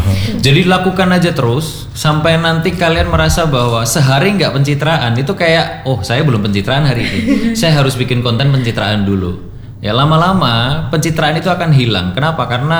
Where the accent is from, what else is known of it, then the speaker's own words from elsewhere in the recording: Java, Indonesia; sebagai orang Jawa, termasuk saya ya